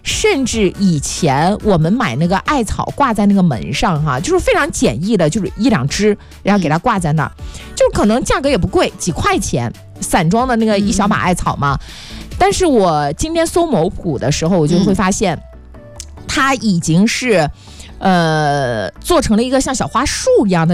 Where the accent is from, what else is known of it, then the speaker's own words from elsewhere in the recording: Fuzhou, Fujian, China; 也是咱们福州人代代相传的一个端午的仪式感。